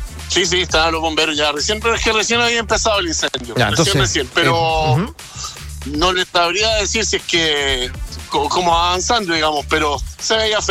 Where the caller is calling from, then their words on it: Valparaíso, Chile; yo soy de Valparaíso